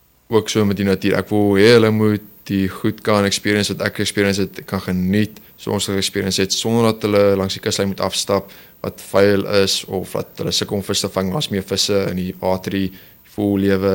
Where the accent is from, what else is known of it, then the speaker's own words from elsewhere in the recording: Durbanville, Western Cape, South Africa; moved away as an adult; also born or lived in George; Ek kom oorspronklik van Durbanville af, daar in noordelike voorstede van die Kaap. Daar groot geraak, na skool, soos ek deur George toe, daar by NMMU, natuurbewaring geswat